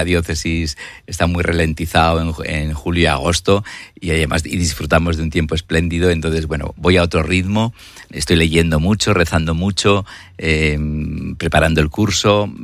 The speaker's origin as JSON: {"language": "Spanish", "town": "Mezquiriza", "region": "Navarre", "country": "Spain", "tie": "born or raised there", "lives_now": "Vitoria, Spain", "said": "Yo habitualmente suelo ir a alguna semana a mi pueblo, a Mezquiriza, Navarra, con mi madre, pero mi madre está muy frágil, se queda aquí en Vitoria conmigo"}